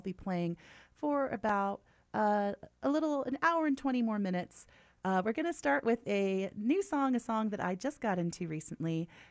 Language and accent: English; Tennessee, United States; now in Colorado, United States; I'm originally from Tennessee. I love Chicago.